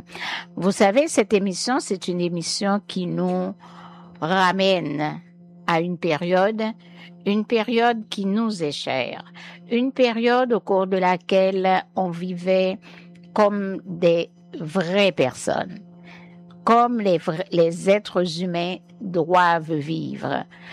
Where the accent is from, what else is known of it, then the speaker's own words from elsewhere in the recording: Miragoâne, Nippes, Haiti; Miragouane, il y avait, partout ailleurs, aujourd'hui c'est dans le monde entier, mais je vous parle de ma ville natale.